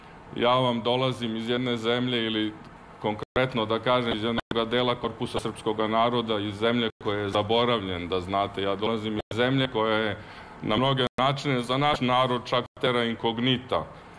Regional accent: Dalmatia, Croatia; Kod nas u Dalmaciji već sada skoro počne da bude trava ili žuta

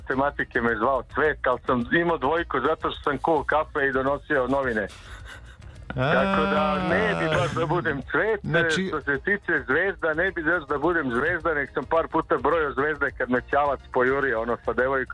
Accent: Zemun, Belgrade, Serbia; Evo, trenutno se javljam, mislim da su Šumice, a iz Zemuna sam.

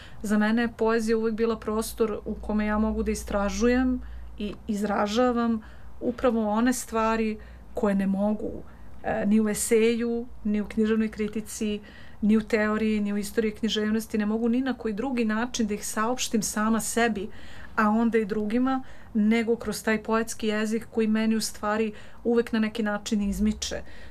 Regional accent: Belgrade, Serbia; born or raised there

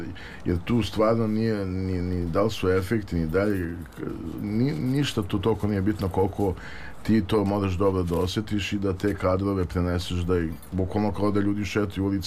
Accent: Belgrade, Serbia; jer sam odrastao na Fontani, mislim tu sam i rođen i išao osnovnu školu, kasnije u Zemunsku gimnaziju

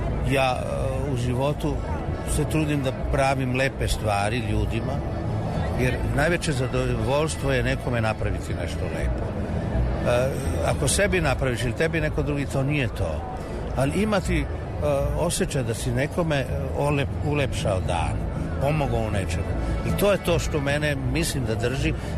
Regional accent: Slovenia; Ja sam pevao kao mali dok sam čuvao krave. To je recimo kod nas u Sloveniji bilo sa 4-5 godina.

